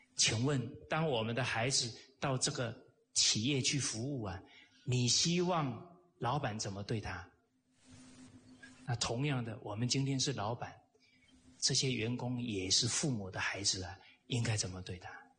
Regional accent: Taiwan; 我是台湾的小孩呀，啊，有时候不小心就讲台湾，因为比较熟悉

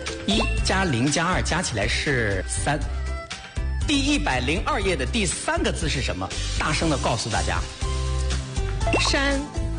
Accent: China; 这是我们中国人的骄傲

